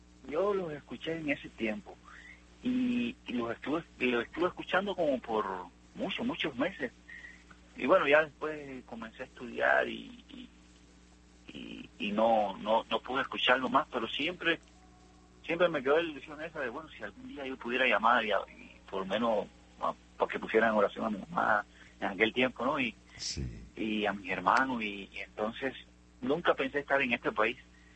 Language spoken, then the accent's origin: Spanish; Cuba; now in Houston, United States; yo soy cubano. Yo vivo aquí en Houston. Y yo escucho su programa desde que yo tenía como unos 14 años en Cuba.